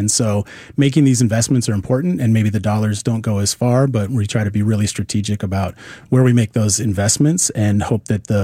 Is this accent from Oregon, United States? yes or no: yes; Willamette Valley, Oregon, United States; I grew up in the Willamette Valley